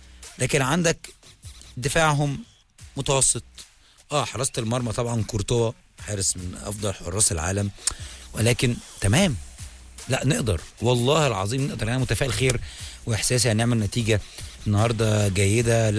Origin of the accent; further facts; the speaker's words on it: Egypt; في لعبتنا في منتخب مصر.